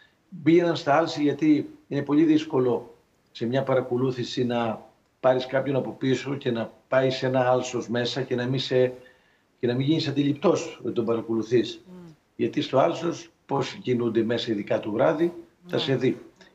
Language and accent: Greek; Western Greece, Greece; στην κατοχή Μεσολογγίου, εκεί στα μέρη μου.